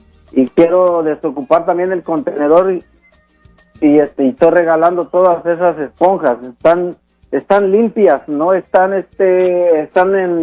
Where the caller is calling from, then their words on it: Kent, Washington, United States; aquí en el área de Kent.